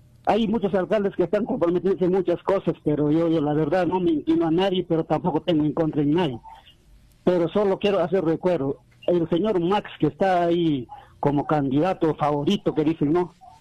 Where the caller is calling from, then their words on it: Juliaca, Puno, Peru; de Juliaca.